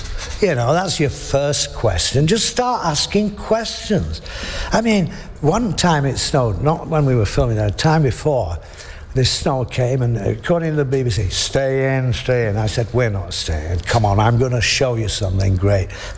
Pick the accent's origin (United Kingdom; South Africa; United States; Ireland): United Kingdom; England; I'm English. I feel deeply English. I love it.